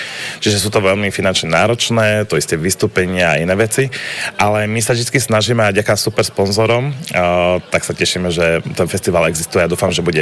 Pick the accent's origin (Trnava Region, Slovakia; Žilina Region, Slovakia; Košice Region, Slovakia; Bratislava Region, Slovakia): Trnava Region, Slovakia; Krakovany